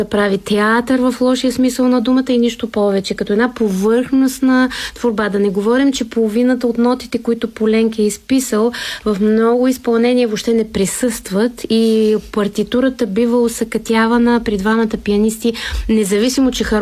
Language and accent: Bulgarian; Plovdiv, Plovdiv Province, Bulgaria; also born or lived in Sofia; А Пловдив е моят роден град. Независимо, че покрай професорите ни, любими, Бог да ги прости, Джулия Константин Ганеви, аз от много малка вече съм свързана житейски с София, но аз и оставам, разбира се, корена пловдивчанка.